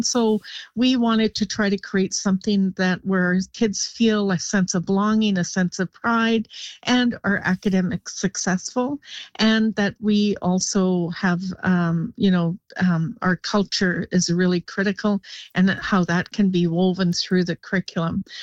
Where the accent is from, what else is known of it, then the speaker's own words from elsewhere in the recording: Gitwangak, British Columbia, Canada; I'm from the north. I'm from Gitwanga.